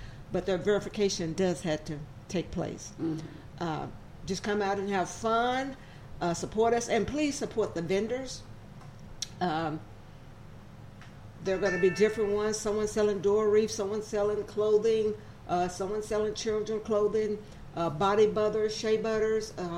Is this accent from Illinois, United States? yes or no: no; Arkansas, United States; moved away as an adult; I grew up in Northeast Arkansas, but I left Arkansas when I was about 21, and I didn't come back to 2012.